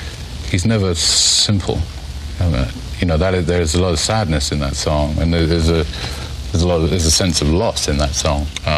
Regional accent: England, United Kingdom; Partly because I'm English and there's a great legacy of musical and older things in … than rock and roll.

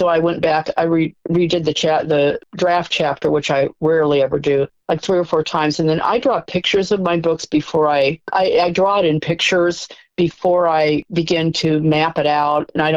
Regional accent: Marshalltown, Iowa, United States; moved away; my hometown of Marshalltown, Iowa.

